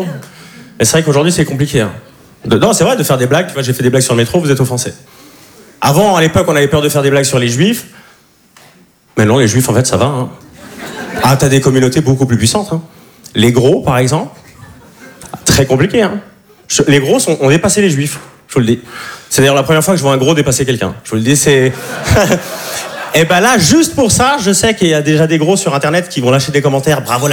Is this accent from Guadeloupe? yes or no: no; Switzerland; Enfin, vous me voyez comme un provincial. Parce que je suis suisse, sauf que moi, j'ai du pouvoir d'achat.